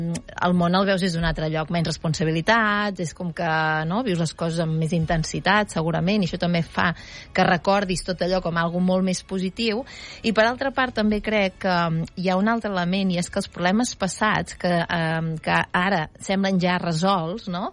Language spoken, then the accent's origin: Catalan; Girona, Catalonia, Spain; jo, a veure, a més soc de Girona